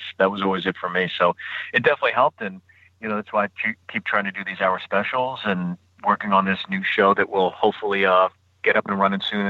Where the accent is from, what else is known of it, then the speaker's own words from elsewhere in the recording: Pittsburgh, Pennsylvania, United States; So Bucktown and all, you know, I grew up in Pittsburgh.